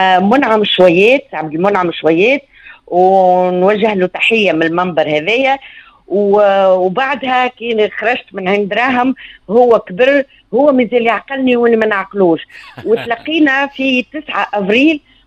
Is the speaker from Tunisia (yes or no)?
yes; Tunisia